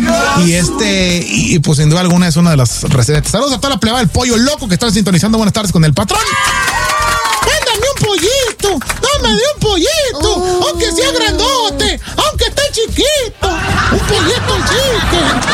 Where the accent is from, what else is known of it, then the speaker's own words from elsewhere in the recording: Guasave, Sinaloa, Mexico; now in United States; El primer pollo loco en el mundo es ahí de mi tierra, ahí en Guasave, Sinaloa.